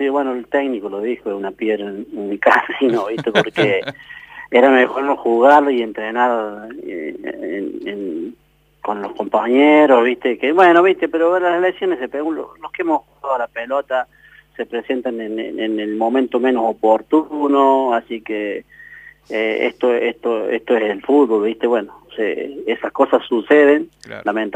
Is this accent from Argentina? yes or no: yes; Argentina; now in Embalse, Argentina; como somos los argentinos